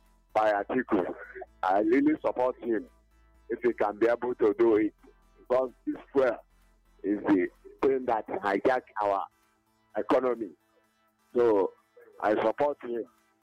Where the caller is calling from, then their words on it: Oduma, Nigeria; I'm calling from Oduma, Okwadike.